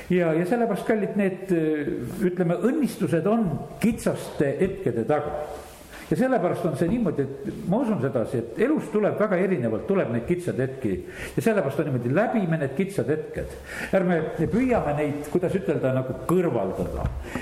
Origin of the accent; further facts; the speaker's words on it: Võru, Võru County, Estonia; kui elasin, noh, ütleme lapsena siin Võrus veel